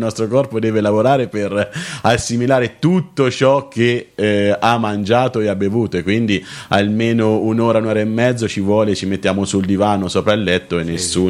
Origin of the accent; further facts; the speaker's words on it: Cortona, Tuscany, Italy; io sono aretino e cortonese, perché sono del comune di Cortona